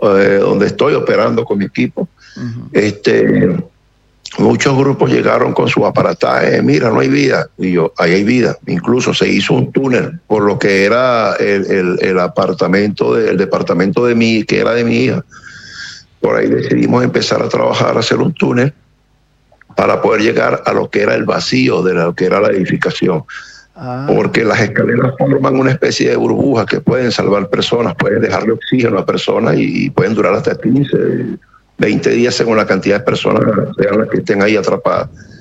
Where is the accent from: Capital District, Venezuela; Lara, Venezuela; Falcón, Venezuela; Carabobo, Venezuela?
Capital District, Venezuela; Caracas; yo no soy del estado de La Guaira, soy de la ciudad capital de Caracas